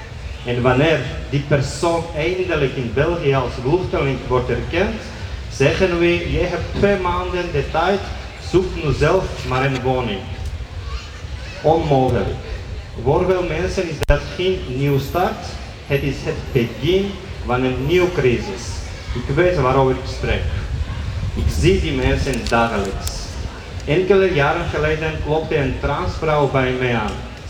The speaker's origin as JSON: {"language": "Dutch", "country": "Georgia", "second_language": "Dutch", "moved": "as an adult", "lives_now": "Antwerp, Belgium"}